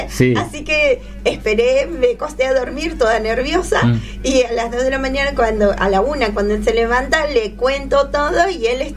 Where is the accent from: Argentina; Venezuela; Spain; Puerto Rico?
Argentina; Monte Grande, Buenos Aires Province; Nosotros somos de Monte Grande, mi marido es albañil, que es el que eligió el número.